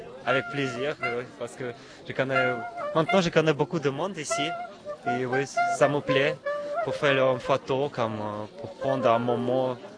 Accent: Siberia, Russia; French is a second language; moved away as an adult; now in Saint-Nazaire, France; Je viens de Sibérie, grande partie de Russie.

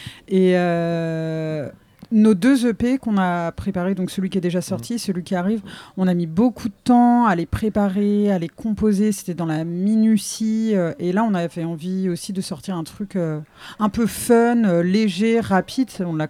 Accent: Laval, Pays de la Loire, France; born there; nous, avec Axel, on est né en Mayenne.

